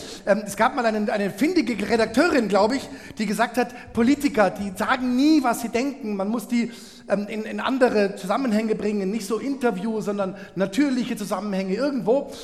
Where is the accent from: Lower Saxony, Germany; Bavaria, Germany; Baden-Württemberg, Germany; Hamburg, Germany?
Bavaria, Germany; Munich; moved away as an adult; Ich bin ja in München aufgewachsen worden. Bin dann nach der Schule nach Baden-Württemberg